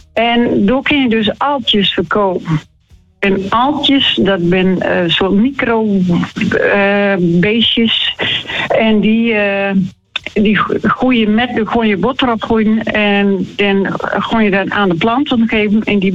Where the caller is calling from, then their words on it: Uithuizermeeden, Groningen, Netherlands; Uit Huizenmeden.